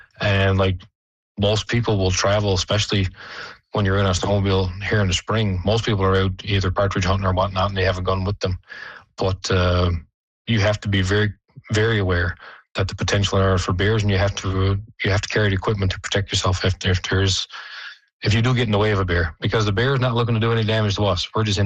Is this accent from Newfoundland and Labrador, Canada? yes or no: yes; Black Tickle, Newfoundland and Labrador, Canada; I grew up in Blacktickle, so, I mean, I can remember once going into my uncle's house and just getting in through the door and the polar bear walked past the door.